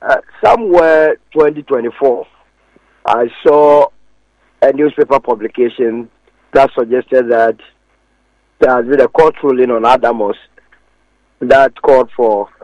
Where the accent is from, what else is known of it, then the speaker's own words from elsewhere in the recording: Ghana; as a Ghanaian